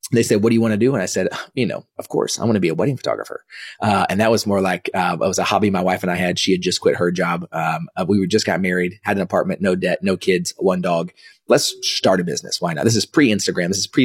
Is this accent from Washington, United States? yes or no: no; Dallas, Texas, United States; also born or lived in Kansas; So I was born in 1983. I was born in Kansas. I only lived there about a week. Came back to Dallas